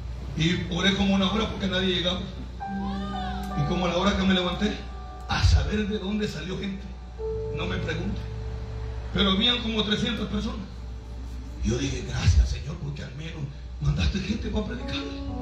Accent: Izalco, Sonsonate, El Salvador; yo soy de Izalco

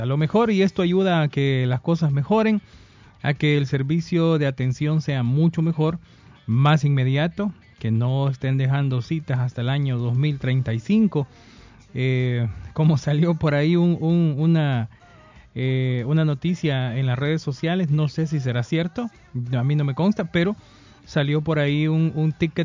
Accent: El Salvador

